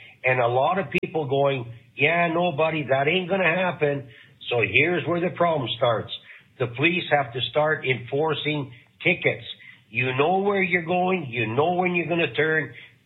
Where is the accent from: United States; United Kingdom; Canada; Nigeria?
Canada; Calgary, Alberta; I'm from Calgary.